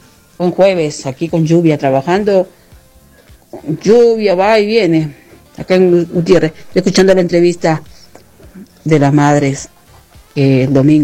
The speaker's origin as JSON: {"language": "Spanish", "country": "Peru", "moved": "as an adult", "lives_now": "Argentina", "said": "Vos sabés que yo soy peruana. Aquí se celebra en mayo, el segundo domingo de mayo."}